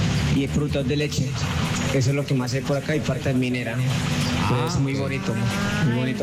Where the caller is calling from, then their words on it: Antioquia, Colombia; accent: paisa; Soy moreno, pero soy antioqueño.